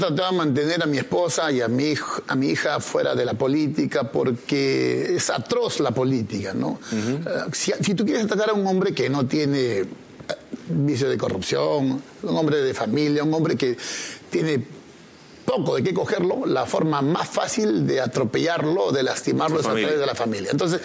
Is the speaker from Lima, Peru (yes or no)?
yes; Comas, Lima, Peru; Yo nací en Coyique, en Comas, en la tercera zona.